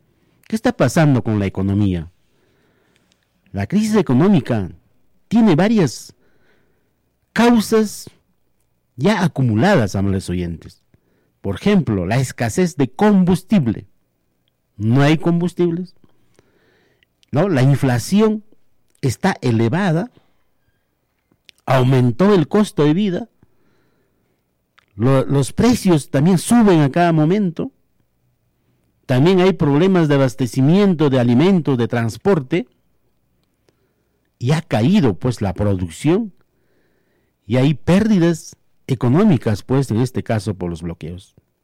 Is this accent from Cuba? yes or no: no; Peru; nosotros como peruanos, porque somos vecinos